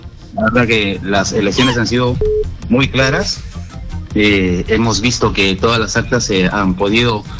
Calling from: Trujillo, La Libertad, Peru; de la ciudad de Trujillo.

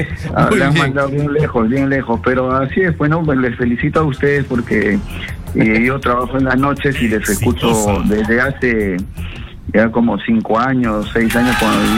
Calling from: Lima, Peru; De San Juan Lurigancho.

